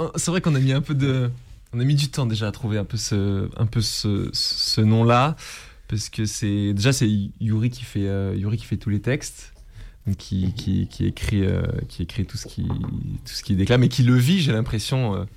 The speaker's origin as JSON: {"language": "French", "town": "Grenoble", "region": "Auvergne-Rhône-Alpes", "country": "France", "said": "Déjà, on vient de Grenoble, donc on a beaucoup joué sur Grenoble"}